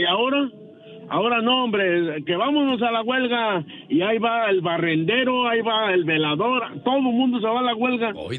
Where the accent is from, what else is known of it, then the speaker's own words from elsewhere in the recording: Zamora, Michoacán, Mexico; now in Jerome, United States; Pero soy de Zamora, Michoacán.